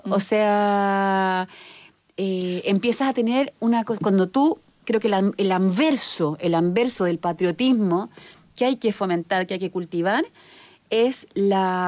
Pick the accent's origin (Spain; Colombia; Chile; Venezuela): Chile